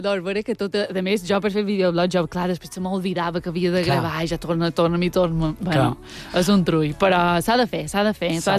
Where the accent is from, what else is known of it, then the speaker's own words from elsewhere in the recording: Petra, Balearic Islands, Spain; Mira que sóc de Petra i la verbena de Petra és bona.